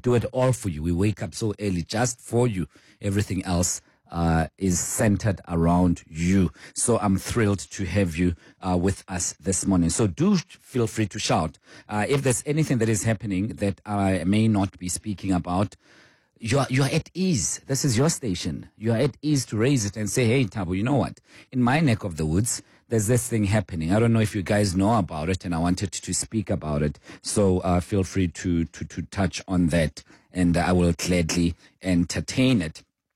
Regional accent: South Africa; And that's simply because I am South African through and through and through and through.

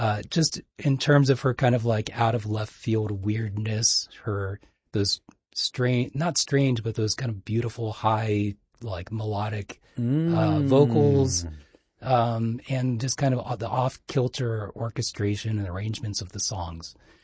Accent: Cincinnati, Ohio, United States; I'm a Cincinnati guy, born and raised.

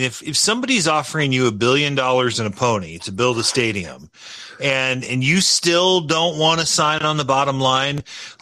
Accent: Chicago, Illinois, United States; we're from Hegwisch.

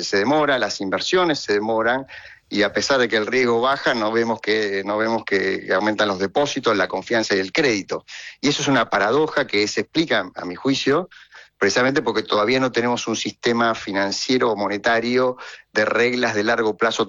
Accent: Argentina

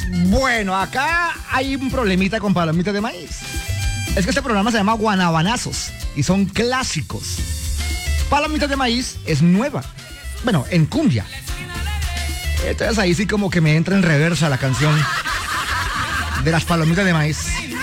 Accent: Colombia; Hoy estamos en elecciones en Colombia. Y aquí la que debe triunfar es Colombia, mi tierra querida.

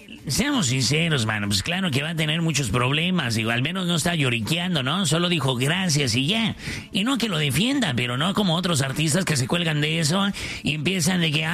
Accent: Sonora, Mexico; yo en Sonora, de donde soy

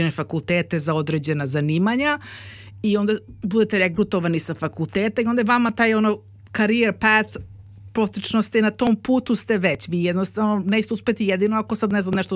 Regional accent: Belgrade, Serbia; sam odrasla u Beogradu na Petlom brdu, koga briga sad Petlom brdu, mislim, na kraj sveta

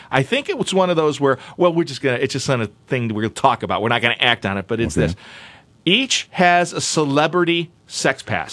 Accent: Peoria, Illinois, United States; I'm like, I'm a guy from Peoria.

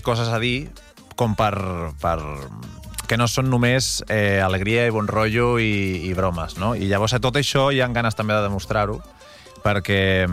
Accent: Tarragona, Catalonia, Spain; also born or lived in Valladolid; Jo vaig néixer a Valladolid. D'acord. Però portava 2 setmanes de vida i ja estava aquí a Tarragona.

